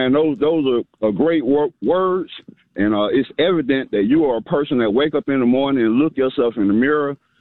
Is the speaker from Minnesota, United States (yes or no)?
no; Columbus, Georgia, United States; back in Columbus, Georgia, my hometown.